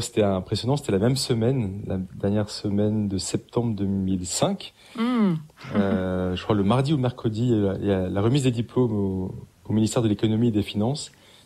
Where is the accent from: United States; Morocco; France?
France; Paris, Île-de-France; J'ai eu beaucoup de chance parce que moi, bon, j'ai grandi à Paris et en fait, je suis simplement allé voir le curé de ma paroisse.